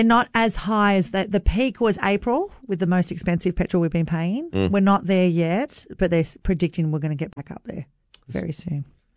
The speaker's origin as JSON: {"language": "English", "town": "Cobbitty", "region": "New South Wales", "country": "Australia", "tie": "born or raised there", "said": "I grew up in Cobbity"}